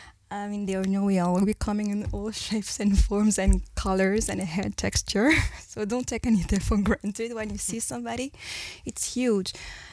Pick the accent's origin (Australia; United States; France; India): France; now in Luxembourg; being raised in France, I love the French culture.